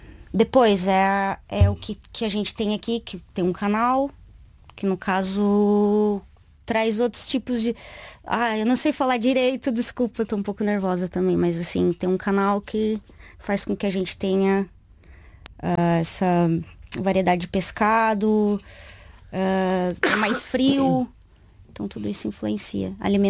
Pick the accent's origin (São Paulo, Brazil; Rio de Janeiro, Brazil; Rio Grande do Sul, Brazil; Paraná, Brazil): Paraná, Brazil; born or raised there